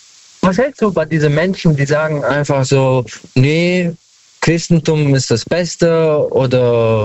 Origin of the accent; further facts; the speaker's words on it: Wiesbaden, Hesse, Germany; Ich komme aus Wiesbaden.